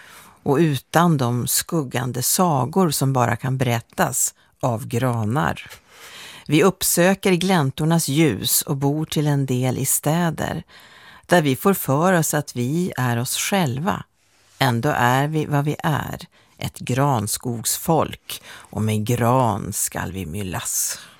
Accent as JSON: {"language": "Swedish", "region": "Norrbotten County", "country": "Sweden", "moved": "yes", "lives_now": "Stockholm, Sweden", "said": "Och sen när jag flyttade ner till Stockholm från Norrbotten, då insåg han hur mycket en gran kostade att köpa till jul här i Stockholms innerstad."}